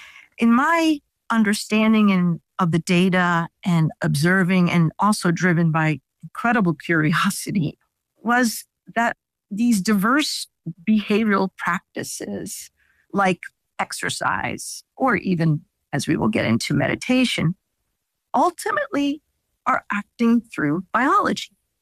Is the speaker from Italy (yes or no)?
yes; Italy; first language Italian; English is a second language